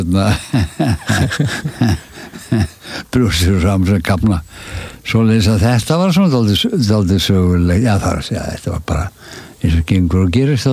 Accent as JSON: {"language": "Icelandic", "region": "Northeastern Region", "country": "Iceland", "tie": "born there", "said": "þá gerist það nú á bóndabæ fyrir norðan Melrakkasléttu fættist þar"}